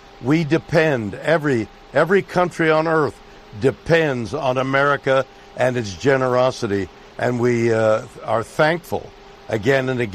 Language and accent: English; Canada; now in United States; I'm a Canadian and a guest in your country for longer than most of you have been alive.